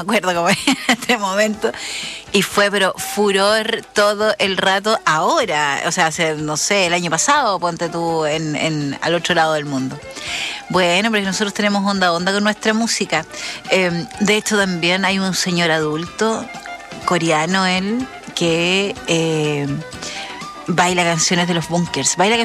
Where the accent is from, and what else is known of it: Chile